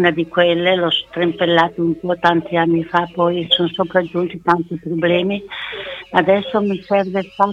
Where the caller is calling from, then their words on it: Lombardy, Italy; non vorrei dire il paese, ma è sul bresciano.